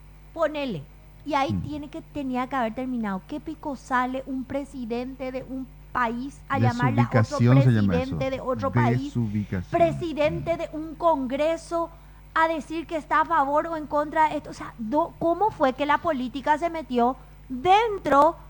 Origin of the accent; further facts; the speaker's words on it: Paraguay; nosotros como paraguayos